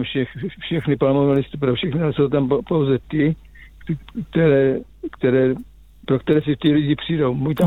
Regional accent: Žeravice, South Moravian Region, Czechia; born or raised there; now in Kopřivnice, Czech Republic

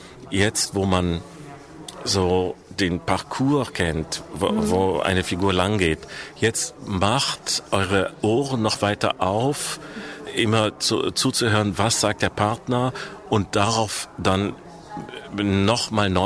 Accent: Essen, North Rhine-Westphalia, Germany; außer dass wir zusammen studiert haben in Essen, in meiner Heimatstadt.

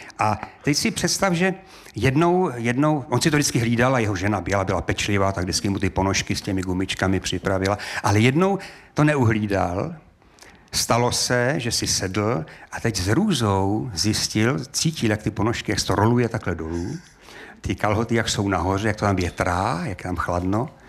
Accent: North Bohemia, Czechia; Ale já jsem Severočech.

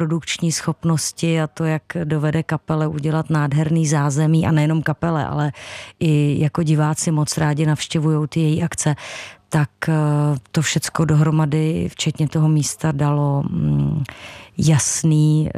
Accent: Hradec Králové, Hradec Králové Region, Czechia; Tak my jsme jednak část kapely, jsme rodáci z Hradce Králové, včetně mě.

